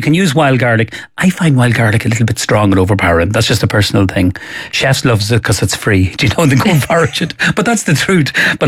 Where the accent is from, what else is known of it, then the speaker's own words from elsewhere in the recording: County Cavan, Ireland; I know we're from Cavan